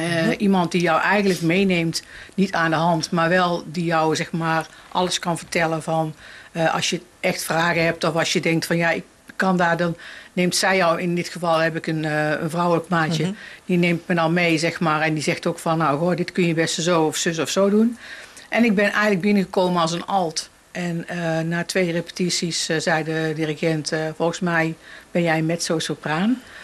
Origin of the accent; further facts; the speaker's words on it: Haren, Groningen, Netherlands; En ik kom uit Haren, dus ik kom niet uit Goorlen.